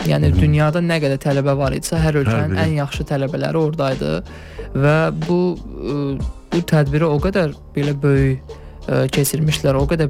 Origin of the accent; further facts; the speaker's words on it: Shabran District, Azerbaijan; öz doğma rayonum Şabran rayonu, məsələn, mən Şabranlıyam